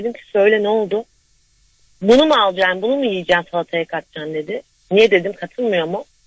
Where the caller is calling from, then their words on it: Istanbul, Turkey; İstanbul'dan.